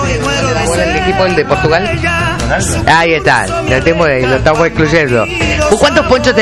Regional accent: Trancas, Tucumán, Argentina; Yo tengo el poncho tucumano y el poncho de mi tierra, que es el tranqueño.

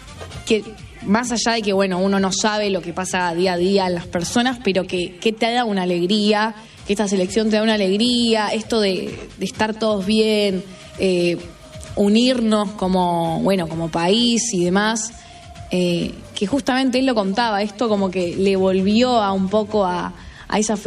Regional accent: Caseros, Buenos Aires Province, Argentina

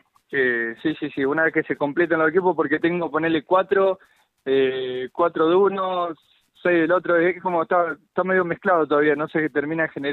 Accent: San Nicolás de los Arroyos, Buenos Aires Province, Argentina; moved away as an adult; also born or lived in San Clemente del Tuyú, Argentina; now in Ramallo, Argentina; yo soy de San Nicolás

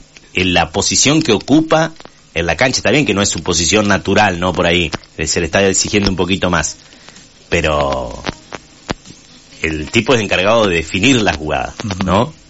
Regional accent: Argentina; somos así los argentinos.

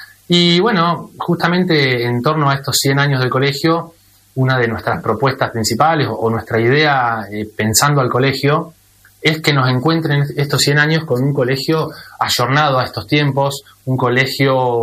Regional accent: Olavarría, Buenos Aires Province, Argentina; yo soy de La Barría

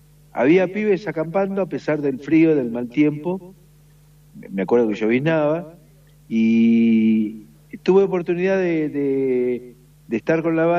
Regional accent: Argentina

